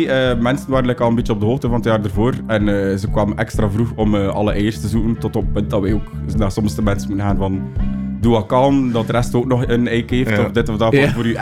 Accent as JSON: {"language": "Dutch", "town": "Tielt", "region": "Flanders", "country": "Belgium", "moved": "as an adult", "lives_now": "Ghent, Belgium", "said": "Ik ben oorspronkelijk van Tielt. Daar was er niet superveel te doen, zeker niet qua house, disco en zo."}